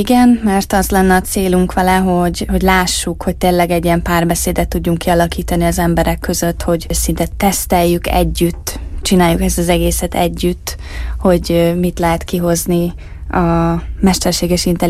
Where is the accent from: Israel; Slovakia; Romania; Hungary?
Hungary; ezt én nyilván tudom magyarként